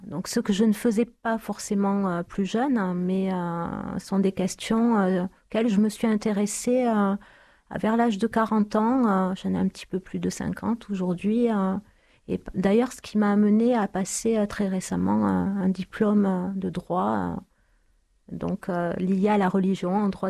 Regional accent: Toulouse, Occitanie, France; born there; je suis née à Toulouse, en France.

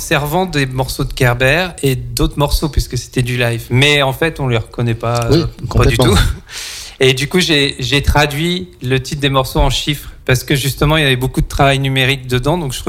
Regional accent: Brittany, France; Ouais, mais on est breton.

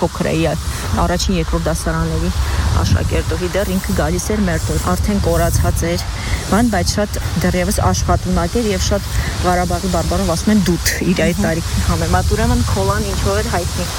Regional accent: Skhnakh, Nagorno-Karabakh, Azerbaijan; հայրունց ցեղան։ Ծնվել եմ Արցախի Սխնախ գյուղում, ինքը փոքրիկ գյուղ էր լեռներում ծվարած Ասկերանի շրջանի։

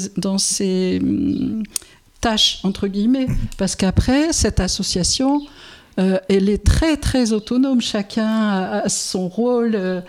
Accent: Normandy, France; moved away as an adult; now in Boulogne-sur-Gesse, France; je suis originaire de la Normandie.

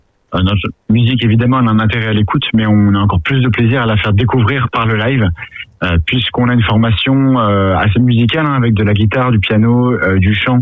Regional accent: Paris, Île-de-France, France

